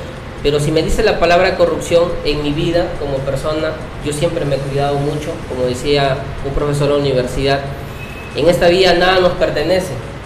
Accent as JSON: {"language": "Spanish", "town": "Tambogrande", "region": "Piura", "country": "Peru", "said": "no puedo mentirle a mi pueblo"}